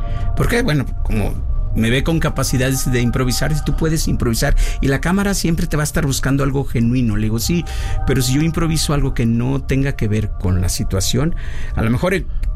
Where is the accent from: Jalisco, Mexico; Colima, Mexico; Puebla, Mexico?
Colima, Mexico; mi padre en paz descanse, viven en Colima, sí, yo soy de Colima.